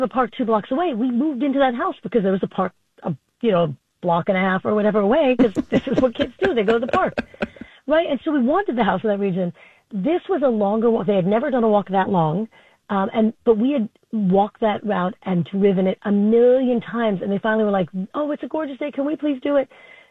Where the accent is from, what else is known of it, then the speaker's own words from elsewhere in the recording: Flushing, New York, United States; I grew up in Flushing. I'd walk home from the park all the time